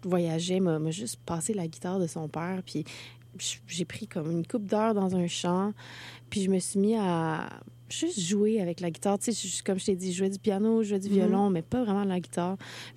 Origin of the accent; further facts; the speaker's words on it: Gatineau, Quebec, Canada; now in Montreal, Canada; J'ai grandi à Gatineau.